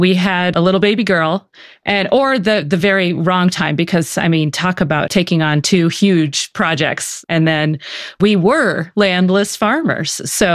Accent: East, United States; now in Durango, United States; he's from Minnesota and I'm from the East.

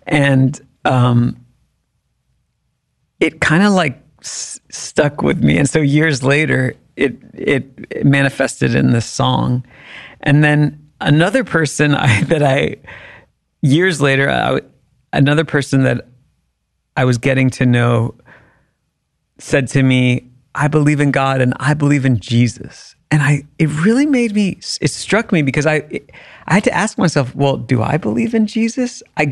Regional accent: Washington, District of Columbia, United States; because I was growing up in Washington, D.C., where you kind of can't tune that stuff out.

